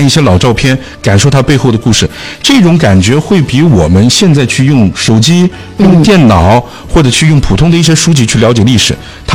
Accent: Hunan, China; now in Xinjiang, China; 作为一个湖南人啊，血脉中的红色基因在召唤

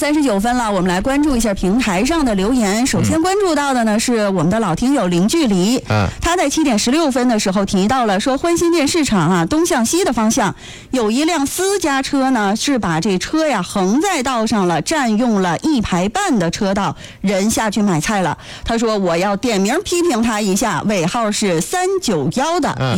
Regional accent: Yingkou, Liaoning, China

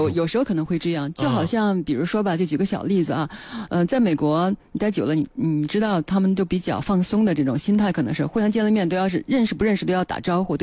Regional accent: China

